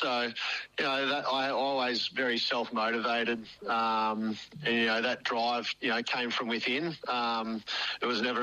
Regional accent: Albury, New South Wales, Australia; growing up in the country, I grew up in Albury, and you know, football was a big part of my childhood.

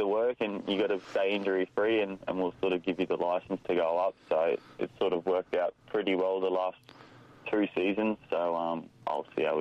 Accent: Darwin, Northern Territory, Australia; now in Perth, Australia; I'm from Darwin originally, so I've played NTFL all my junior footy.

